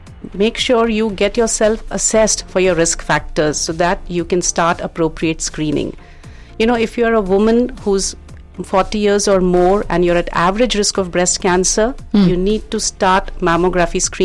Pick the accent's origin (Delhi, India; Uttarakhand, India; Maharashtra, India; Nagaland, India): Uttarakhand, India; Dehradun; also born or lived in UAE; now in Ahmedabad, India; I'm originally from Dehradun.